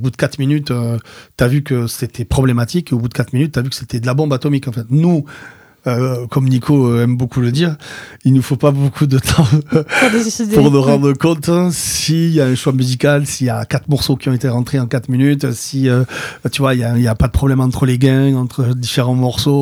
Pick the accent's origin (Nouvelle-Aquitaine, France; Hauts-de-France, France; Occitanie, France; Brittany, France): Occitanie, France; Béziers; Je viens de Béziers, tu vois, je déteste les gens de Béziers parce qu'ils me rappellent que je suis de Béziers.